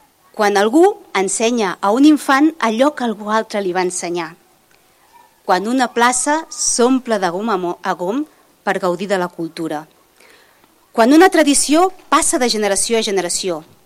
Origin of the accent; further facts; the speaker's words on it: Catalonia, Spain; first language Catalan; soc catalana i n'estic molt orgullosa de ser catalana. Orgullosa de la nostra llengua, de la nostra cultura